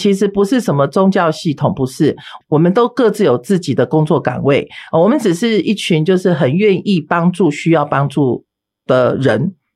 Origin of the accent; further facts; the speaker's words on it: Taiwan; 我父母都是外省人，都是外省，都是大陆人哈。好，那我是出生在台湾的外省的第二代。那么我们从小从出生在正宣村里面是没有在拿香拜拜的啊